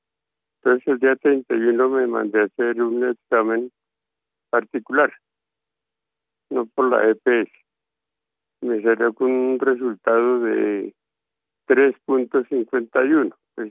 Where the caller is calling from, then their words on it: Madrid, Cundinamarca, Colombia; la llamo de Madrid, Cundinamarca.